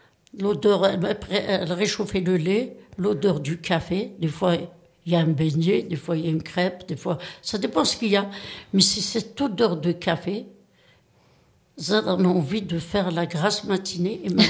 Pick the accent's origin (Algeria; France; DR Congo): Algeria; Kabylie; accent: Kabyle; moved away; Moi, ma culture, je la vis. Je ne parle pas comme ça. Même mon accent, je l'ai gardé. Tout ce qui est... Quand je vis ma kabylité quotidiennement.